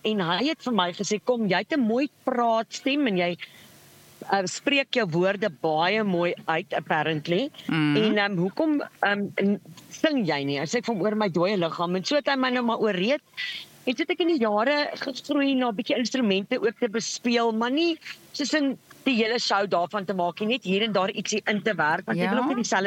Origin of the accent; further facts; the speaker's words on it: Western Cape, South Africa; ek kom uit die Kaap uit, so nou moet julle weet, ek het groot geword op die sokkiebane, en op die saalsikkie